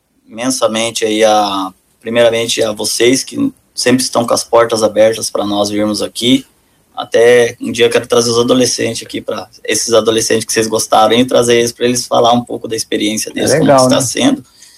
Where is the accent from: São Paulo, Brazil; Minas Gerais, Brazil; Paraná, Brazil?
Paraná, Brazil; Foz do Iguaçu; now in Ponta Porã, Brazil; só eu e a Samila que somos de Foz